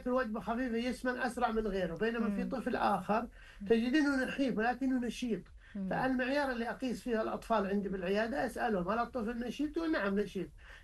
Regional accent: Saudi Arabia; عندنا في المملكه هنا

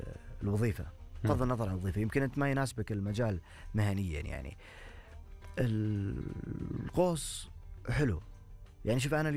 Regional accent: Saudi Arabia; هذه وطننا، هذه ديرتنا

